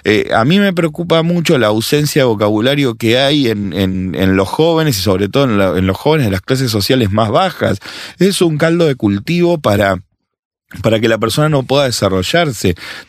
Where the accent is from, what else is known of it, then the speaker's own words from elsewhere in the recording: Argentina; yo soy argentino